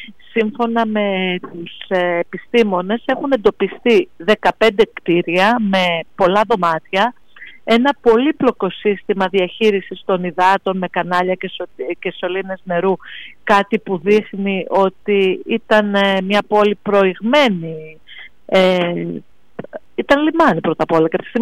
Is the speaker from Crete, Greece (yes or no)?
no; Peloponnese, Greece; moved away; Επειδή είμαι από τη Λακωνία, πάντα έλεγα ότι αυτό το νησί είναι δίπλα μας, με αυτή τη λογική, όταν ήμουν μικρή, ας πούμε, και έμενα εδώ.